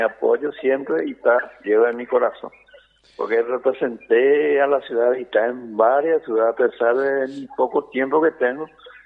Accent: Asunción, Paraguay; born there; also born or lived in Itá; yo nací en Asunción, pero le tengo como mi pueblo, mi segunda casa a la ciudad de Itá.

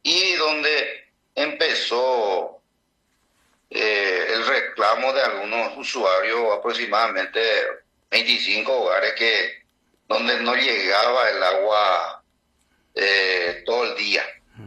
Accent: Pirayú, Paraguarí, Paraguay; Yo soy de Pirayú, le quiero mucho a mi ciudad, siempre he cuidado mucho Pirayú.

